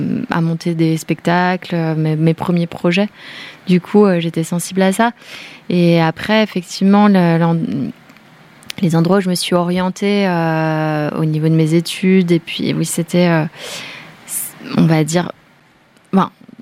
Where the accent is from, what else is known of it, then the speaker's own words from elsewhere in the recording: Bourgogne-Franche-Comté, France; Nous, on vient de là, c'est le Haut-Jura, nous on vient du Jura.